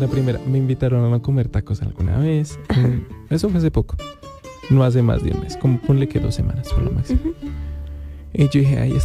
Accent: Colombia

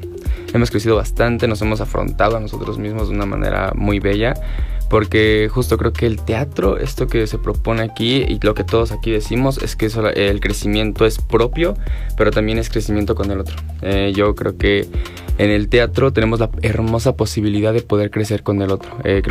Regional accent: Coatepec, Hidalgo, Mexico; vengo de Coatepec, de Hinojosa, está a un lado de Tulancingo.

